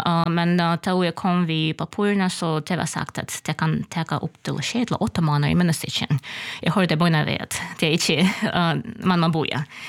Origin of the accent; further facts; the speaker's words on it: Kharkiv, Kharkiv Oblast, Ukraine; Swedish is a second language; moved away as an adult; now in Sweden; Jag var född i Kharkiv, det är största part av Ukraina. Jag var uppvuxen här, fick min utbyggning här. Och så 17 år, då jag var 25 år, flyttade till Kiev och bor här i 20 år.